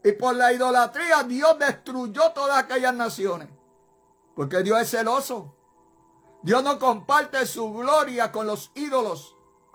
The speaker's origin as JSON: {"language": "Spanish", "country": "Puerto Rico", "said": "Yo no vine de Puerto Rico, yo vine del cielo. Lo que vino de Puerto Rico es este pedazo de carne viejo que tiene que volver al polvo de la tierra."}